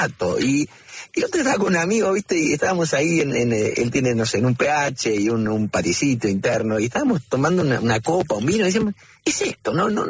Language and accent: Spanish; Córdoba, Argentina; born there; En la ciudad de Córdoba.